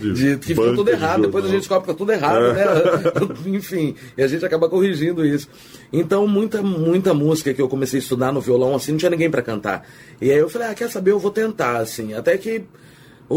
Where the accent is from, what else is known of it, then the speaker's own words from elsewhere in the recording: Campinas, São Paulo, Brazil; Nascida, criada.